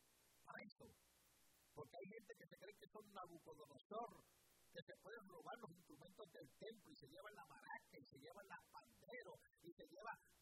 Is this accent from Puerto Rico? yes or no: yes; Puerto Rico; also born or lived in United States; como que nací en esta nación y fui ciudadano by birth right. Me crié en Puerto Rico.